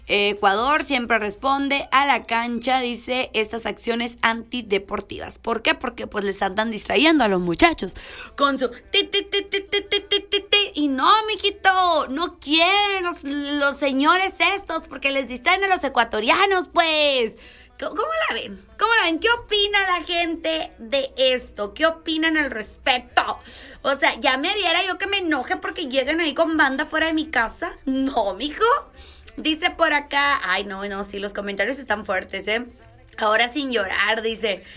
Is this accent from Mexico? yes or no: yes; Mexico; sí, somos mexicanos